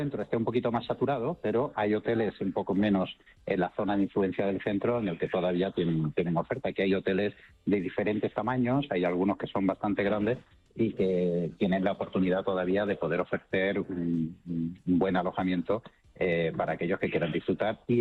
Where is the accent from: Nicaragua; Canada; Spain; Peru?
Spain; Seville, Andalusia; moved away as an adult; now in Valladolid, Spain; soy vallisoletano de adopción, porque mi ciudad de origen es Sevilla, es Andalucía. Llevo 9 años aquí viviendo en Valladolid.